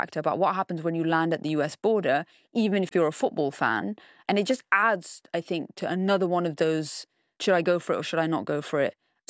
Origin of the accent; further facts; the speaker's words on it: United Kingdom; as a Brit